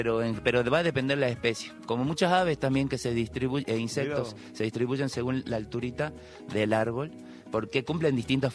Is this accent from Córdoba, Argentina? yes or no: no; Tilcara, Jujuy, Argentina